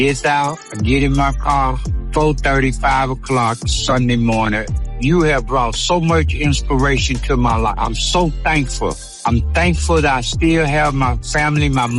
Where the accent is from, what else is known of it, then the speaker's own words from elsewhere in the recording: Arkansas, United States; now in Kansas City, United States; I'm originally from Arkansas, but I live in Kansas City, Missouri.